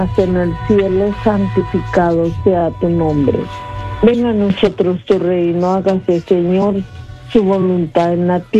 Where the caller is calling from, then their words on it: California, United States; soy del Plau de California.